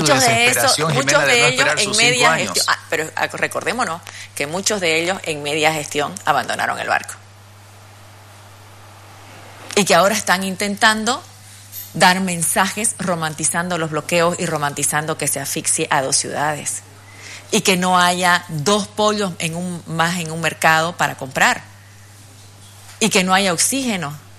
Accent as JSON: {"language": "Spanish", "country": "Bolivia", "said": "yo soy tan boliviana como él"}